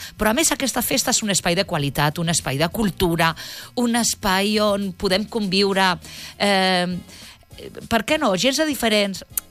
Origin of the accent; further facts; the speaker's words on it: Barcelona, Catalonia, Spain; born there; also born or lived in Touro, Galicia; jo soc de Touro, bueno, jo soc nascuda a la Vall d'Hebron de Barcelona, però quan vaig a Galícia vaig a Touro, que està al costat de Santiago